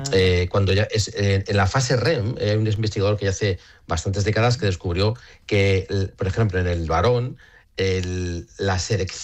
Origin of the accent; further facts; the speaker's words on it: Madrid, Community of Madrid, Spain; para mí, que soy de Madrid, soy del centro, soy de secano